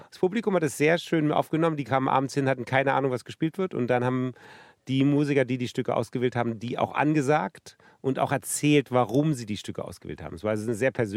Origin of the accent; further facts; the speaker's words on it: Berlin, Germany; Ein Album zu meiner Jugend in Ost-Berlin.